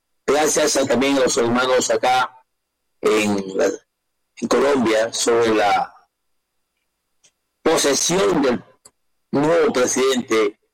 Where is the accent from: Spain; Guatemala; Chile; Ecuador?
Ecuador; nosotros los ecuatorianos, partiendo de una óptica siempre oriental